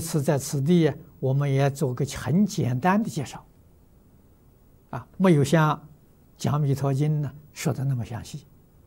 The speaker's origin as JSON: {"language": "Chinese", "country": "China", "said": "80岁圆寂是我们中国人讲的虚岁，啊，要外国人讲这个年龄呢，那释迦牟尼佛是79岁。"}